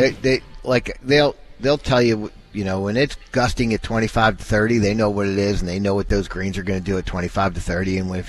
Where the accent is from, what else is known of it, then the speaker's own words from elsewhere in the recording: Baltimore, Maryland, United States; now in Dallas, United States; When I grew up in Baltimore, we had dense fog all the time